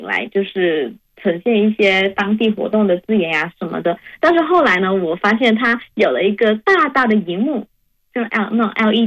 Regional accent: Malacca City, Malacca, Malaysia; 来到我的家乡马六甲

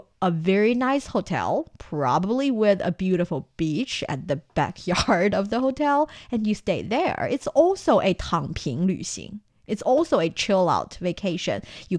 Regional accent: Shanxi, China; in my hometown, Shanxi province, we make hua mo

